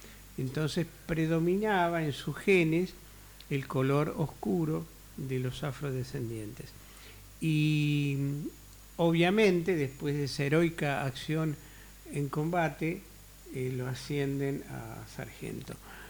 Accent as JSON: {"language": "Spanish", "country": "Argentina"}